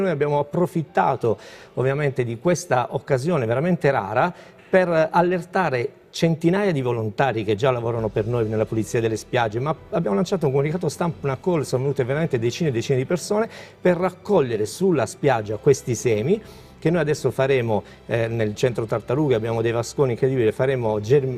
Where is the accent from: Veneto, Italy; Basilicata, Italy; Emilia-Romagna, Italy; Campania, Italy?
Basilicata, Italy; now in Bari, Italy; Sono lucano